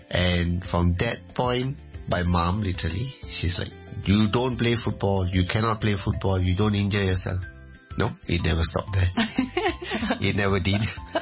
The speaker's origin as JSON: {"language": "English", "country": "Malaysia", "also_born_or_lived": "China", "moved": "as an adult", "lives_now": "Hong Kong", "said": "we as Malaysian"}